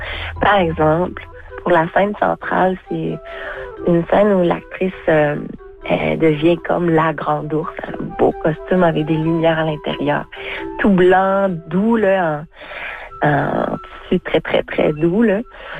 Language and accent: French; Sept-Îles, Quebec, Canada; now in Vancouver, Canada; Je suis née à Sept-Îles.